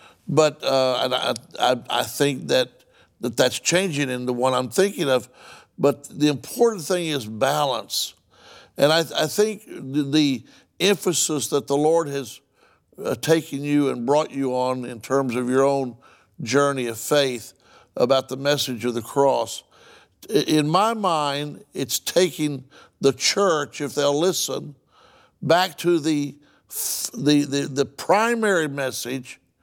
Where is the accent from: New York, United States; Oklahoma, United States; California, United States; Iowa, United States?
Oklahoma, United States; I'm from Oklahoma